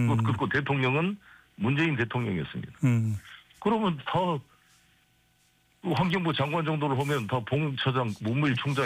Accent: Incheon, South Korea; 아시다시피 제가 인천에서 40년을 살았고, 인천 출신, 인천에서 이제 정치를 시작한 사람인데

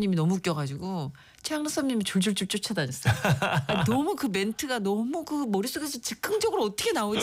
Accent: Chungcheong, South Korea; 나도 충청도라 그런가?

